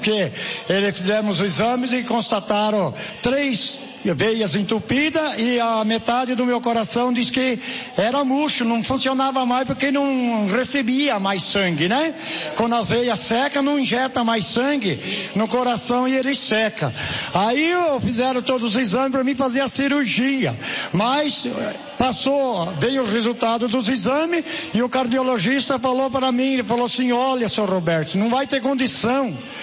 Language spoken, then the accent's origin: Portuguese; Jundiaí, São Paulo, Brazil; Eu sou lá da cidade de Jundiaí.